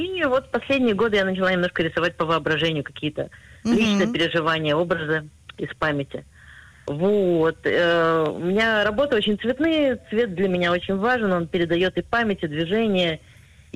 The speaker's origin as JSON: {"language": "Russian", "region": "Minsk", "country": "Belarus", "moved": "yes", "lives_now": "Haifa, Israel", "said": "я родилась в Советском Союзе, я приехала в 90-м году из Беларуси, из Минска, со всей своей большой семьей в Хайфу, и я хайфский художник"}